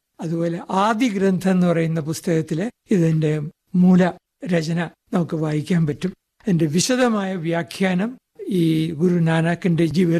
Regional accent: Kayamkulam, Kerala, India; now in Thiruvananthapuram, India; ഞാന് തിരുവനന്തപുരത്താണ് ജീവിക്കുന്നത്, ഞാൻ പക്ഷെ ജനിച്ചത് കായംകുളത്താണ്. അപ്പൊ കുട്ടിക്കാലത്തോടെ പഠിക്കാനും സാധിച്ചു. വീടിനടുത്തായിട്ട് കൃഷ്ണപുരം കൊട്ടാരമുണ്ട്.

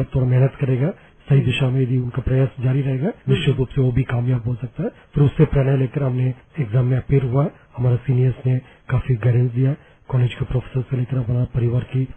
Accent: Coimbatore district, Tamil Nadu, India; moved away as an adult; now in Bastar, Chhattisgarh, India; जी, मैं मूलतः तमिलनाडु राज्य का कोयम्बतूर जिला का रहने वाला हूँ। मेरा प्रारंभिक शिक्षा अपने गाँव में हुई है। मेरा परिवार एक कृषक परिवार है

